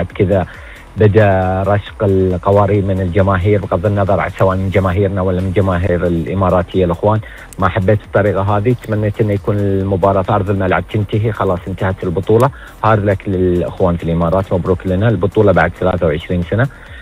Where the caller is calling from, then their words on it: Al-Ahsa, Eastern Province, Saudi Arabia; والله حتى احنا بعيد علينا ابو علي، يعني المسافة بين الشرقية وجدة حدود 13 إلى 14 ساعة.